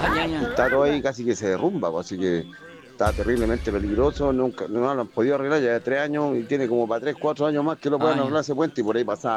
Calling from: Villa Alemana, Valparaíso, Chile; Y soy de Villa Alemana, en la población Vicente Martínez

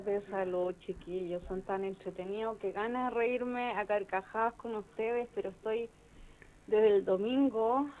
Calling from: Pitama, Chile; de Pitama, Negrito.

